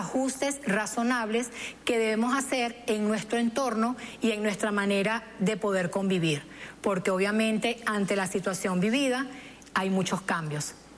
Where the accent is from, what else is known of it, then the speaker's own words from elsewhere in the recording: Venezuela; Y en cuanto a nosotros como venezolanos, nuestra familia es lo que nos motiva a seguir adelante